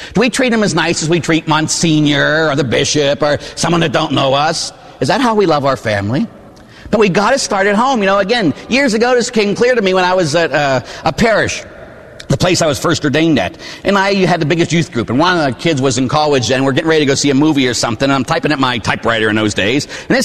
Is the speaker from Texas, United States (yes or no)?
no; Pittsburgh, Pennsylvania, United States; born or raised there